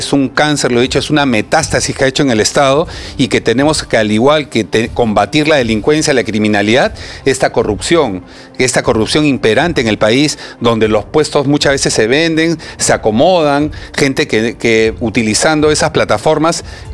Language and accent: Spanish; Peru; soy un peruano